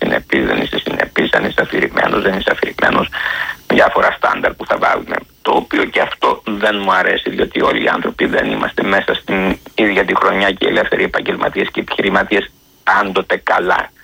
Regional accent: Greece; σαν Έλληνας πολίτης

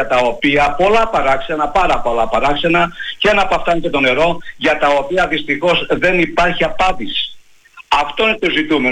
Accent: Vartholomio, Western Greece, Greece; born there; εγώ γεννήθηκα στο Βαρθολομιό, δραστηριοποιούμαι στο Βαρθολομιό, το επάγγελμά μου στο Βαρθολομιό.

